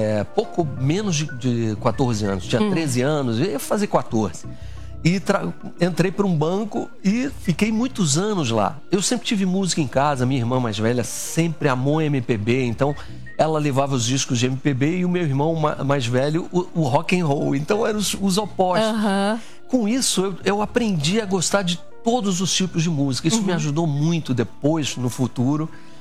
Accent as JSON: {"language": "Portuguese", "town": "Brasília", "region": "Federal District", "country": "Brazil", "tie": "born or raised there", "also_born_or_lived": "Rio de Janeiro", "moved": "yes", "said": "Foi em Brasília que o meu pai foi transferido para lá, nós somos cariocas que foram morar lá. E eu amei ter crescido em Brasília."}